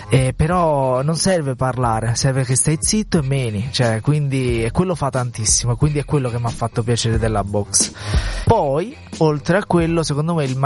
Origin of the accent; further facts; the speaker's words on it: Southern Italy, Italy; Come si dice giù da noi